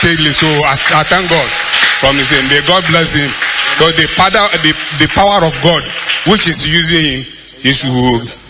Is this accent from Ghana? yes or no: yes; Ghana; also born or lived in Nigeria; I'm a Ghanaian, but I live in Nigeria 40-something years.